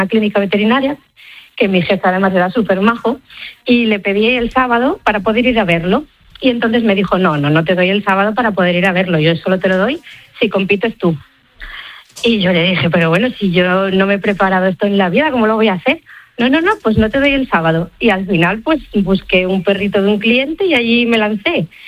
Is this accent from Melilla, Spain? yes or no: no; Asturias, Spain; now in Barcelona, Spain; yo soy de Asturias, pero acabé viviendo en Barcelona